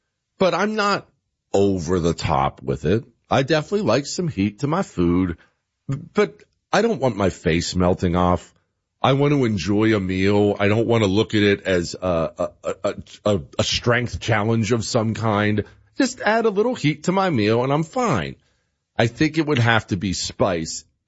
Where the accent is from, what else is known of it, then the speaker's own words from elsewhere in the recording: United States; I order a side of mac and cheese because I'm an American.